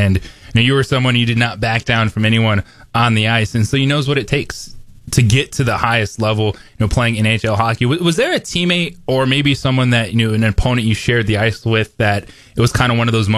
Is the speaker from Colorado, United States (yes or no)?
yes; Denver, Colorado, United States; I was a kid growing up in Denver when the Colorado Avalanche came to town.